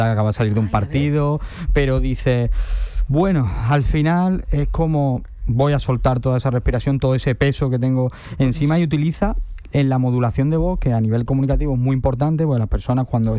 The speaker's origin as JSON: {"language": "Spanish", "country": "Spain", "said": "como españoles creo que hemos disfrutado algo, una mijita nada más"}